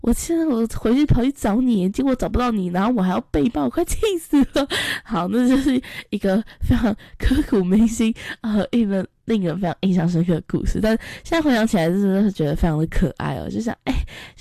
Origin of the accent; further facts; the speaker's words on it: Qishan, Kaohsiung, Taiwan; moved away; 这次呢要回我的家乡东门国小。其实我不是东门国小校友，因为我是读旗山国小。